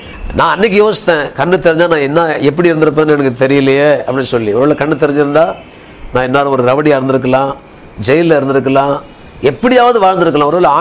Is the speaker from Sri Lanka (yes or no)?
no; Gummidipoondi, Tamil Nadu, India; நான் பிறந்து வளர்ந்ததெல்லாம் குமிடி பூண்டி தான், ஒரு சின்ன ஒரு வில்லேஜ், ஒரு அது பேர் வெட்டு காலனி.